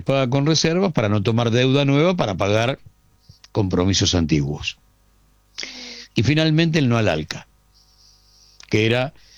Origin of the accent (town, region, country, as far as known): Argentina